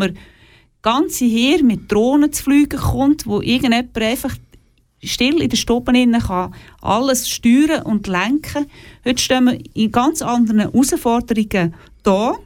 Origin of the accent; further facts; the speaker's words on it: Switzerland; ich bin selber aus Secondo hier in der Schweiz aufgewachsen und habe durch das in zwei Kulturen mein Herz daheim